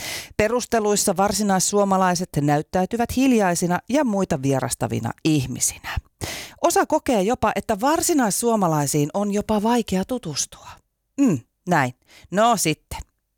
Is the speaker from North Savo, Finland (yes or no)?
no; Helsinki, Uusimaa, Finland; Minä olen syntyperäinen helsinkiläinen jo vaikka kuinka monennessa polvessa.